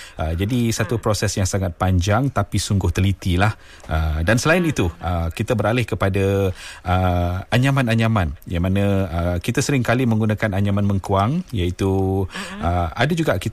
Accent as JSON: {"language": "Malay", "region": "Semai area", "country": "Malaysia", "accent": "Semai", "said": "Jadi saya dialek Semai lah."}